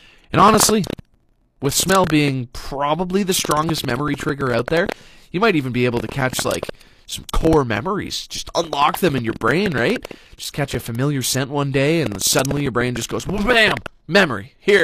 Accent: St. Albert, Alberta, Canada; born or raised there; moved away

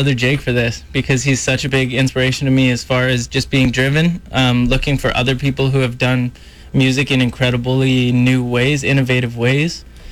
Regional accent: Kelowna, British Columbia, Canada; growing up in Kelowna with kind of a laid back lake lifestyle

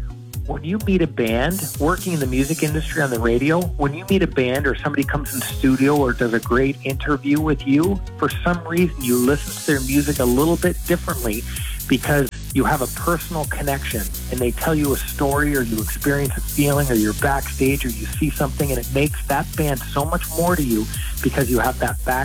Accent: Ontario, Canada; even though I'm from Canada and Ontario

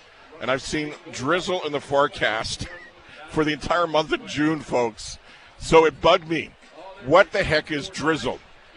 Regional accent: Regina, Saskatchewan, Canada; moved away; I'm born and raised in Regina

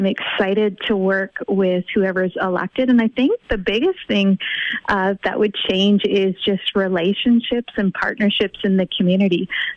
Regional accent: Quesnel, British Columbia, Canada; I grew up in Quesnel. I love it.

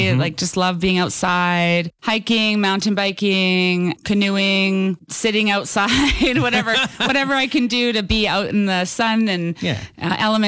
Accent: Edmonton, Alberta, Canada; now in Coleman, Canada; I grew up in Edmonton.

